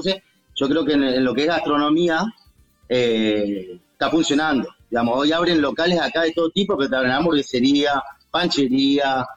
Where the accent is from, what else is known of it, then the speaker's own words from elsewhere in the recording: Cipolletti, Río Negro, Argentina; moved away as an adult; now in Neuquén, Argentina; Yo soy de Cipolletti, acá al lado, de la ciudad al lado, pero bueno, vivo acá hace 15 años.